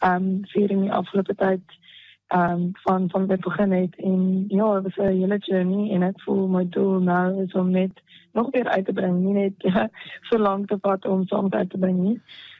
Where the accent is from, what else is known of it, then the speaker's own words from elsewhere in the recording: Pretoria, Gauteng, South Africa; moved away as an adult; now in Cape Town, South Africa; So ja, ek is groot geword in Pretoria, ek is een Pretoria dame. En onlangs Kaap toe getrek, maar ja, my roots is in Pretoria.